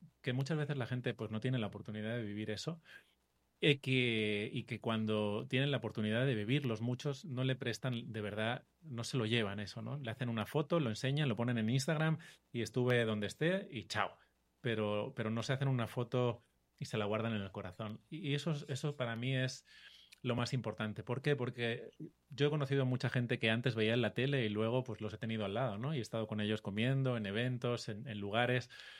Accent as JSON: {"language": "Spanish", "town": "Barcelona", "region": "Catalonia", "country": "Spain", "moved": "yes", "lives_now": "Colombia", "said": "Yo soy español, de Barcelona"}